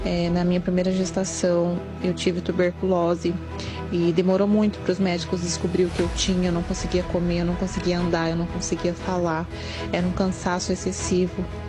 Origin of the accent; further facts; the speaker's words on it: Sorocaba, São Paulo, Brazil; eu sou de Sorocaba.